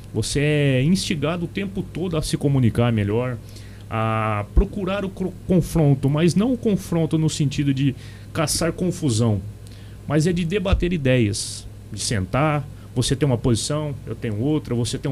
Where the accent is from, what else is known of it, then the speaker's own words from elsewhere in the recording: Monte Alto, São Paulo, Brazil; born there; Eu nasci aqui em Monte Alto, eu sou montealtense.